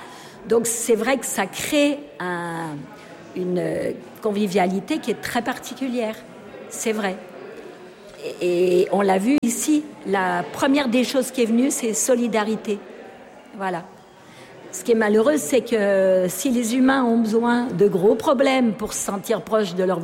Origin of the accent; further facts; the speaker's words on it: Jonchères, Auvergne-Rhône-Alpes, France; je viens de Jonchère.